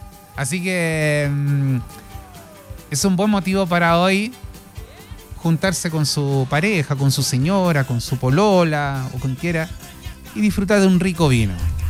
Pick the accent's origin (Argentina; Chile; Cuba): Chile; para nosotros como chilenos